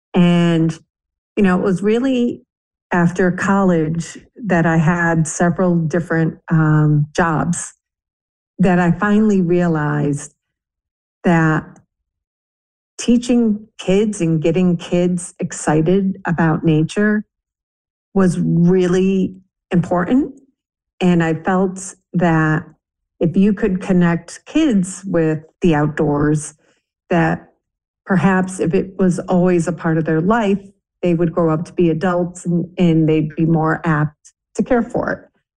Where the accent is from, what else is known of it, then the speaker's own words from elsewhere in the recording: Massachusetts, United States; moved away; I grew up also in Massachusetts, but I grew up in the western part of the state in the Berkshires.